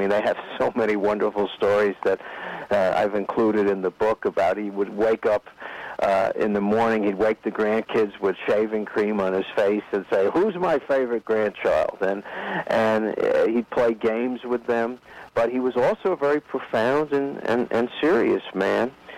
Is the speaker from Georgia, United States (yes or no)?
no; New York, United States; it's real nice to be with you here tonight. I grew up in New York.